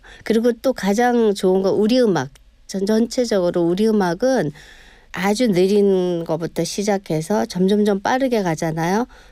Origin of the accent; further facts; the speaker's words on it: South Korea; 제가 한국에서 왔다, 사우스 오브 코리아다